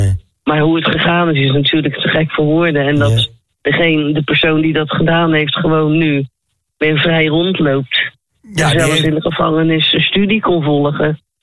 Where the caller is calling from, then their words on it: Rotterdam, South Holland, Netherlands; ik kom uit Rotterdam